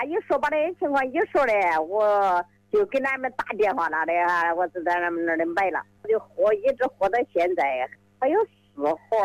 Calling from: Zhongxiang, Hubei, China; 我是中山户籍镇。

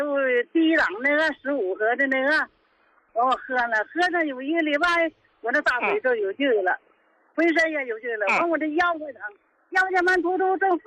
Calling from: Qingdao, Shandong, China; 我是青岛的。

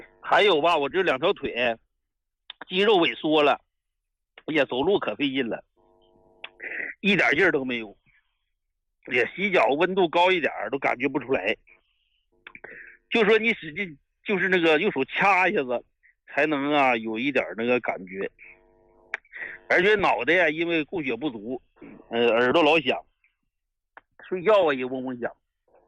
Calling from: Harbin, Heilongjiang, China; 我是哈尔滨的老患者了

